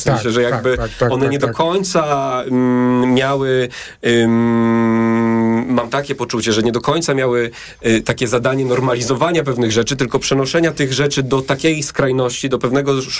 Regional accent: Kazimierz Dolny, Lublin Voivodeship, Poland; also born or lived in London; now in Warsaw, Poland; wychowywałem się jakby na prowincji lubelskiej, wspaniałej.

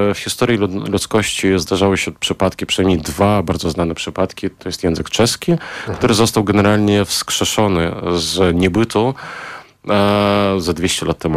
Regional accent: Belarus; Tak, jest to pewne zamanifestowanie tego, że jestem Białorusinem, nie jestem częścią ruskiego miru, tak?

